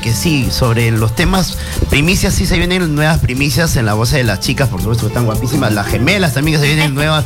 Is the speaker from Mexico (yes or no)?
no; Peru; como todo peruano que somos.